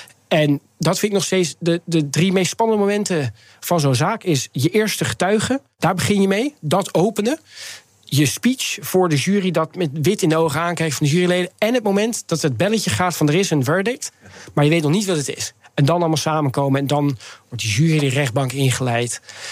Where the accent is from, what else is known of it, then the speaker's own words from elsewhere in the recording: Netherlands; Ik ben opgegroeid in Nederland.